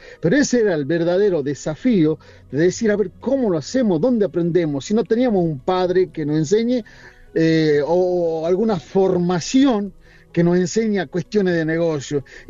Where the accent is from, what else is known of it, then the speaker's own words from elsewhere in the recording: Argentina; constantemente tratando de entender la política económica y, e ir para adelante como argentinos, ¿no?